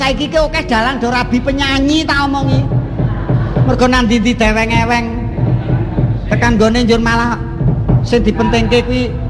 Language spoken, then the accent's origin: Javanese; Purworejo, Central Java, Indonesia; Nah, aku bunga rasaku nok adoh. Aku saka Kabupaten Purworejo.